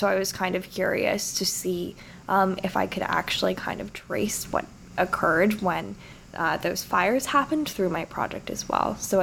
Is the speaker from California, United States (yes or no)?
yes; Los Angeles, California, United States; I'm from California. I'm actually from the city of Los Angeles